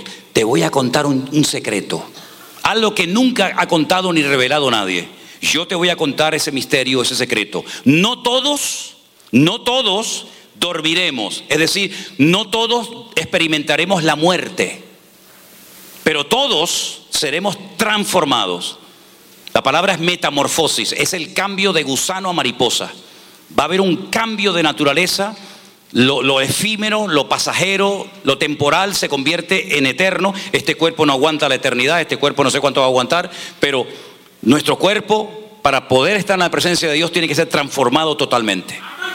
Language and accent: Spanish; Spain; a lo mejor los españoles tenemos una Biblia diferente a la de ustedes.